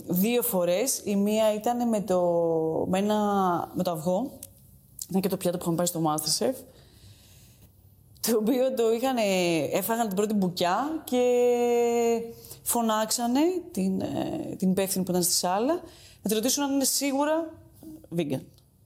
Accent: Greece; now in Italy; Η ελληνική κουζίνα είναι ο τόπος μου, είναι η γεύση μου.

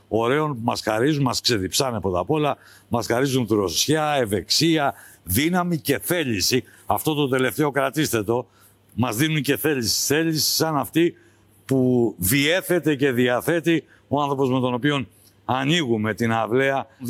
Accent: Crete, Greece; Αυτή τη φορά γίνεται στην πατρίδα μου. Γίνεται εδώ στην Κρήτη.

